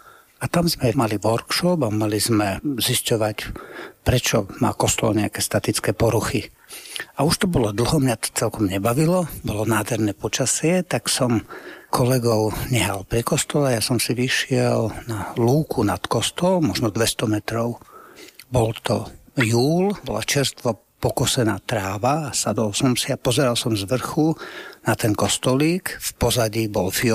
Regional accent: Žilina Region, Slovakia

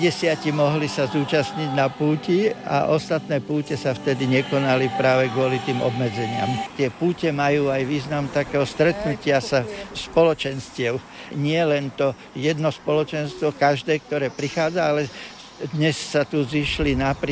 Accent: Bratislava, Bratislava Region, Slovakia; My sme Bratislavčania, sú tu Martinčania, miestni z Krupiny, takže sa tu stretlo, dá sa povedať, že celé Slovensko.

